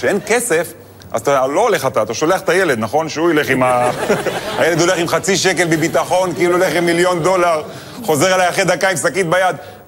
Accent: Netanya, Central District, Israel; born or raised there

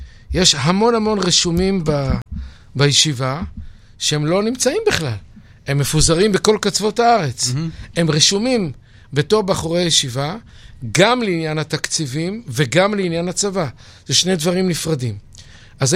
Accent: Bnei Brak, Tel Aviv District, Israel; אני הרי גדלתי בבני ברק

